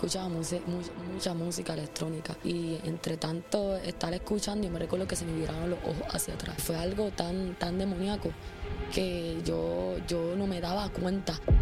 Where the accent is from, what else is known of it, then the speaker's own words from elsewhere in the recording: Bayamón, Puerto Rico; Yo soy nacida y he crecido toda mi vida en el pueblo de Bayamón